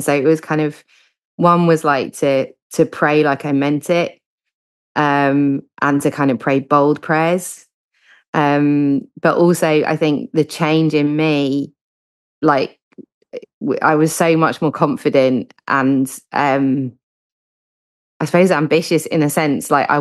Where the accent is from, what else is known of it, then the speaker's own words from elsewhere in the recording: Sussex, South East England, United Kingdom; moved away as an adult; now in Liverpool, United Kingdom; I don't have a Scouse accent. I grew up in Sussex with my family there, and I had a really lovely childhood.